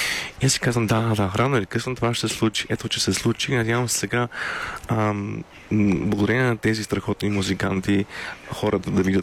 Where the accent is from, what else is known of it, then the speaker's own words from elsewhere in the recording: Sofia, Sofia City, Bulgaria; Аз съм израснал в България, в София.